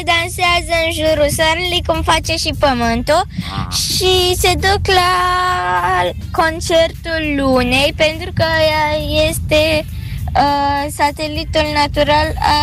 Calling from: Iași, Iași County, Romania; din Iași, am 9 ani și, de fapt, am 10 ani.

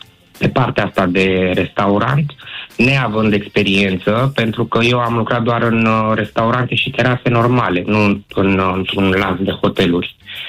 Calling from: Buzău, Buzău County, Romania; Adică eu sunt din Buzău, de fel.

